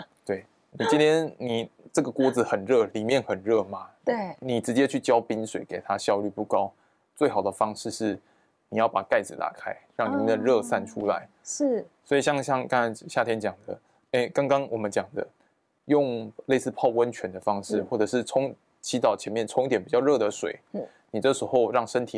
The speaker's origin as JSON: {"language": "Chinese", "country": "Taiwan", "said": "我们台湾人其实水都喝不大够。"}